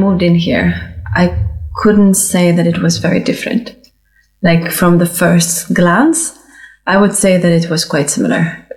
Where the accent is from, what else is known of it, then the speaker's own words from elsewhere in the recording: Lithuania; English is a second language; now in Oslo, Norway; I'm from Lithuania and I am a ceramic artist and I have a studio in Oslo. We've been here for 1 year so far.